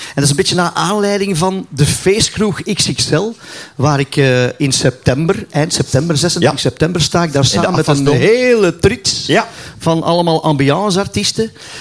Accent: Flanders, Belgium; accent: Flemish; Dat is eigenlijk gewoon iets dat ontsproten is uit mijn dialect. Dus toen wij in de studio zaten, ja, onze technische engineer, dat was een Engelsman. Dus die kende de Vlaamse taal niet.

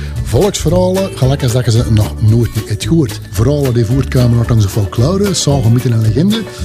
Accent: Antwerp, Belgium; accent: Antwerp dialect; dialectisch uit Antwerpen.

